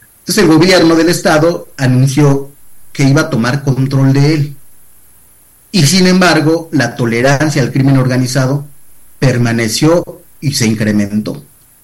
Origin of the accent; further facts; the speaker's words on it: Mexico City, Mexico; born there; also born or lived in Oaxaca; nací en Iztapalapa. Entonces decían que no soy suficientemente oaxaqueño